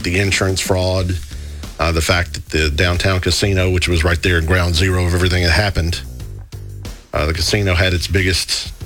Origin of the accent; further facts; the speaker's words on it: United States; as an American